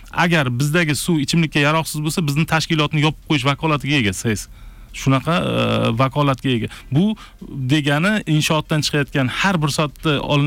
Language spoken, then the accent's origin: Uzbek; Bukhara, Bukhara Region, Uzbekistan; men Buxoroda katta bo'lganman